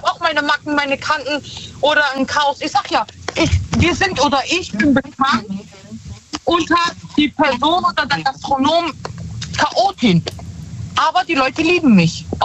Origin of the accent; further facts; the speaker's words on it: Rhineland-Palatinate, Germany; Ich bin aus dem Rheinland-Pfalz.